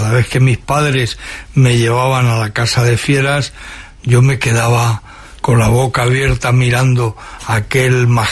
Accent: Madrid, Community of Madrid, Spain; Claro, yo lo vi como muchos madrileños lo vieron, ¿no?

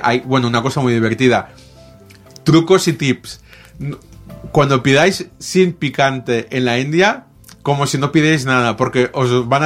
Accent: Spain; los españoles que nos conviene viajar afuera.

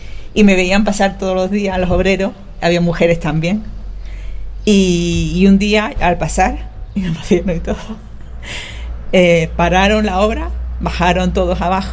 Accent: Cádiz, Andalusia, Spain; El ser reconocida en mi tierra.

